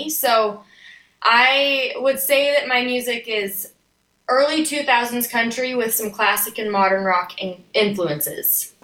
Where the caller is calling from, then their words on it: Spanish Fork, Utah, United States; I'm joining from Spanish Fork, Utah, so we're not far from each other